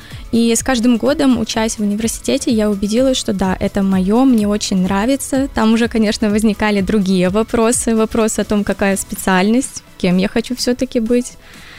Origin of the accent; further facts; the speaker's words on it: Mogilev, Mogilev Region, Belarus; Ну, начнем с того, что я сама из Могилева.